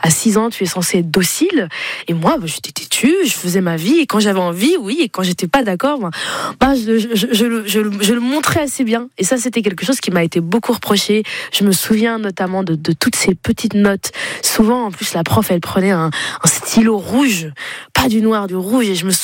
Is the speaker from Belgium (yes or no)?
yes; Flanders, Belgium; born or raised there